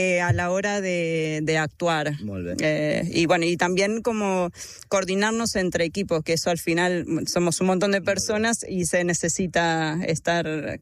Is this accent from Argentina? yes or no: yes; Argentina; moved away as an adult; yo vengo de Argentina con una formación de un año, y bueno, y la experiencia también.